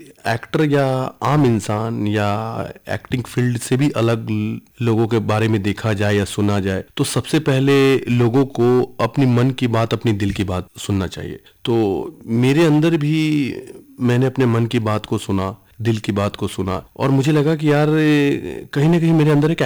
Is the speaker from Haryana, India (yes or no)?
no; Munger, Bihar, India; मैं मुंगेर जिला से हूँ, तो आप समझ सकते हैं कि मुंगेर एक छोटा सा टाउन है, कस्बा है बिहार में, लेकिन नाम इसका हर जगह है मुंगेर का।